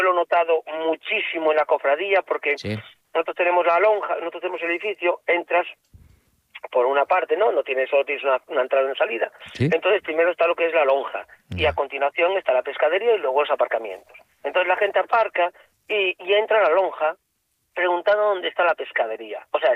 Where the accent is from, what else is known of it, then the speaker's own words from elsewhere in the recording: Galicia, Spain; esa como somos los gallegos, somos abiertos, somos cariñosos.